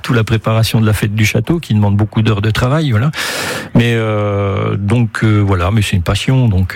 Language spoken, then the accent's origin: French; Héricourt, Bourgogne-Franche-Comté, France; Moi, je suis né à Héricourt. Ma famille est héricourtoise depuis longtemps. Donc, moi j'étais très attaché à ma ville, comme beaucoup d'Héricourtois, je pense. Donc un passé lié à la ville d'Héricourt depuis mon enfance.